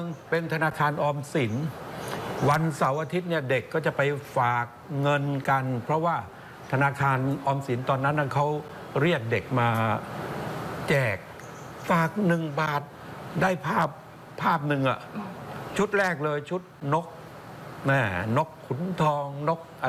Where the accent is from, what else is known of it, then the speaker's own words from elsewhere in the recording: Ranot, Songkhla, Thailand; born there; ผมเกิดที่อำเภอระโนดจังหวัดสงขลาเหนือทะเลสาบสงขลาเลยไกลมากเมื่อปี2496